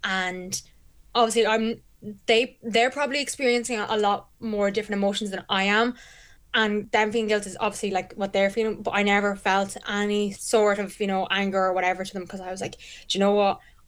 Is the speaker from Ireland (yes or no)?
yes; Ireland; also born or lived in China; growing up in Ireland, I felt the same.